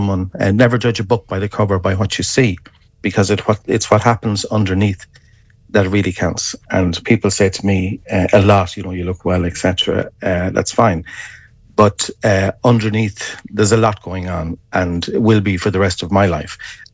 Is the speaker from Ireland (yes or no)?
yes; Charlestown, Connacht, Ireland; moved away; From Charlestown originally, but moved south a long time ago. I'm gone, I guess, about 35, 36 years now.